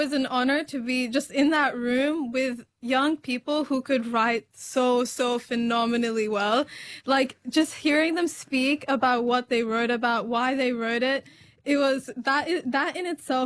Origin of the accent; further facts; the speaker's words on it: Australia; I grew up in Australia knowing that I was very privileged to live this life and to have citizenship that protects me